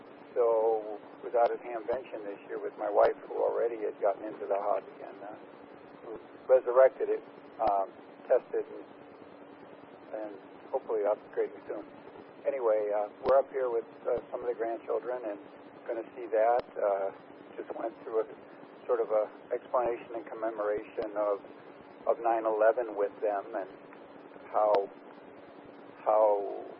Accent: Connecticut, United States; Although I'm from Connecticut, my wife and I and some of our grandchildren are up in Plattsburgh, New York right now.

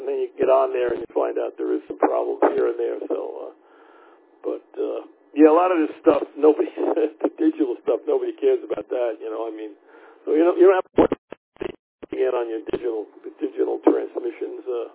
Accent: Long Island, New York, United States; accent: Long Island; moved away; I'm originally from New York area. Well, my accent, Long Island

